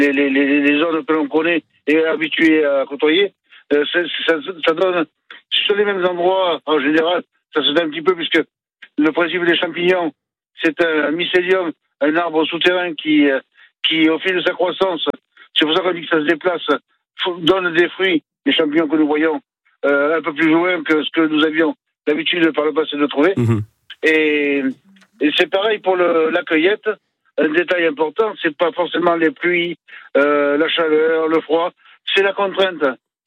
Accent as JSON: {"language": "French", "town": "Cap-Ferret", "region": "Nouvelle-Aquitaine", "country": "France", "tie": "born or raised there", "also_born_or_lived": "Entre-deux-Mers", "moved": "yes", "lives_now": "Verteuil, France", "said": "je suis natif du Cap-Ferret, j'étais dans l'Entre-deux-Mers, je suis dans le Médoc actuellement."}